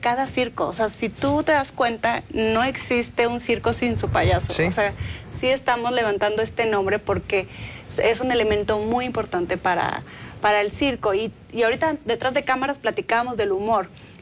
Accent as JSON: {"language": "Spanish", "country": "Mexico", "said": "O sea, y los mexicanos siento que a veces no lo dimensionamos"}